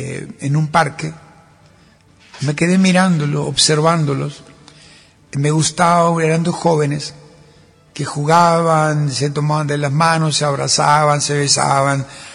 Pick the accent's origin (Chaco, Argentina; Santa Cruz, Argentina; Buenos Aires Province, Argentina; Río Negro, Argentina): Buenos Aires Province, Argentina; Carabelas; en estos días hablando y recordando mi pueblo Carabelas y el barrio donde nací, descubrí por qué le decían Tierra del Fuego a mi barrio.